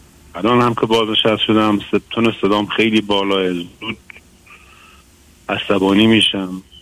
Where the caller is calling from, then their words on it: Iran; من از ایران هستم، از ایران زنگ زدم. 56 سالمه، فرزند سوم خانواده هستم.